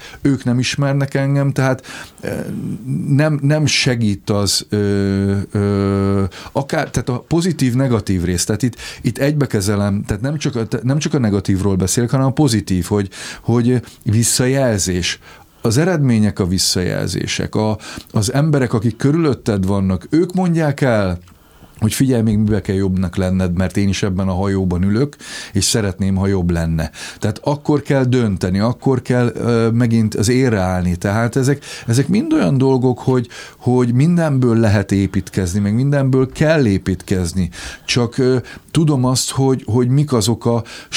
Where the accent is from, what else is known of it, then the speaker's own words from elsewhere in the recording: Hungary; moved away as an adult; also born or lived in Germany; egy fiatalember, aki 21 évesen kikerül Németországba, illetve külföldre, és 39 évesen jövök haza.